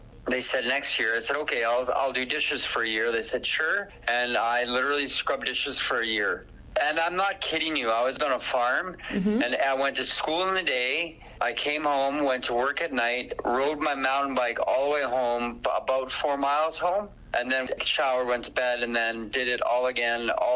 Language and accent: English; Edmonton, Alberta, Canada; I'm from the Mississauga Enoch Cree tribe out of Edmonton, Alberta